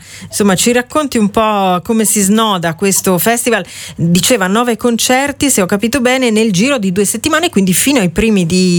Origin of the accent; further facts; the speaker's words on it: Piedmont, Italy; dalle mie parti in Piemonte